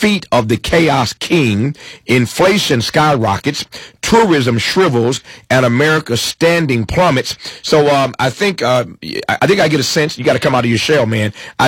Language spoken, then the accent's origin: English; Indiana, United States; He took out Cornyn in Texas, a bunch of folk in Indiana, my home state, that he took out.